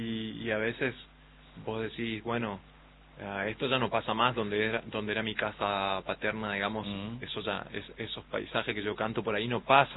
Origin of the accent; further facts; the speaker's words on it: Resistencia, Chaco, Argentina; born there; also born or lived in Presidencia Roque Sáenz Peña; uno cuando vivíamos en esa ciudad o cuando era chico acá en Resistencia mismo